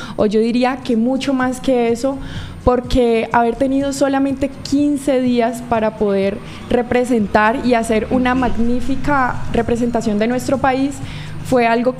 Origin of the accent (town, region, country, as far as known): Colombia